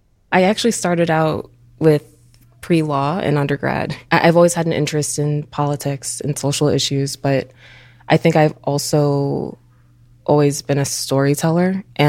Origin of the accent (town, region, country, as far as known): Oak Park, Illinois, United States; born or raised there; now in Chicago, United States